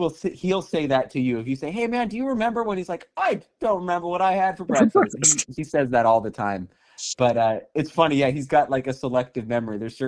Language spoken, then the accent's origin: English; Santa Clarita, California, United States; we grew up together in Santa Clarita, and we played music together and all of that.